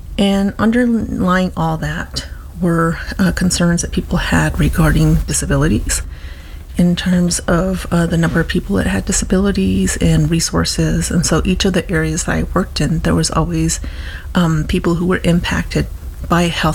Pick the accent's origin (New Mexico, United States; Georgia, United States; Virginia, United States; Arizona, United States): Arizona, United States; Winslow; also born or lived in California; now in Tucson, United States; I grew up in Winslow, Arizona.